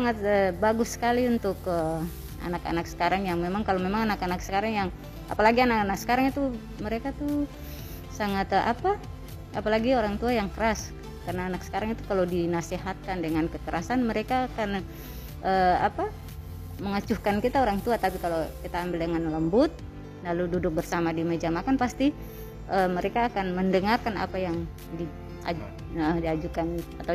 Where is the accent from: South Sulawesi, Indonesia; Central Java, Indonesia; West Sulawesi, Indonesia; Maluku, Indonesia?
Maluku, Indonesia; Ambon; sedangkan kita di Ambon sini